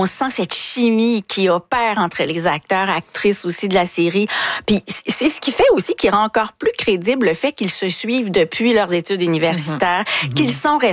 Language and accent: French; Quebec, Canada; mais si on se reconnaît, même on est du Québec, je veux dire parce que ça se passe aux États-Unis, mais je pense que le sujet est très nord-américain.